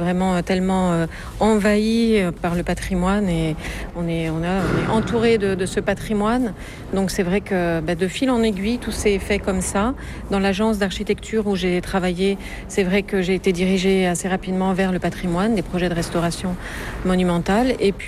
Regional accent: Ascain, Nouvelle-Aquitaine, France; moved away as an adult; also born or lived in Versailles, France; now in Italy; Alors, je suis originaire du Pays Basque.

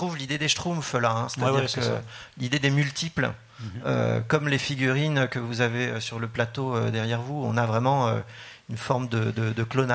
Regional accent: France; chez nous en France.

